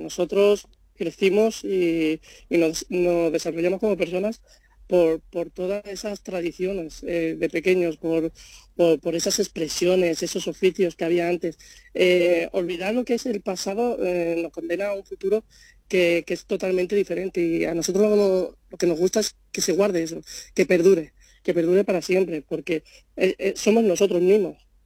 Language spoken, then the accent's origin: Spanish; Albanchez, Andalusia, Spain; moved away; cuando uno es natural de un pueblo, y también un pueblo pequeño como Albanchés, un pueblo súper especial, muy bonito, y te vas fuera